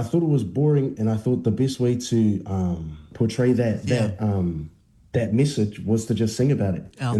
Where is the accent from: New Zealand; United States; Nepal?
New Zealand; Huntly, Waikato; moved away as an adult; also born or lived in Dunedin; now in Wellington, New Zealand; Nah, I'm actually from Huntly.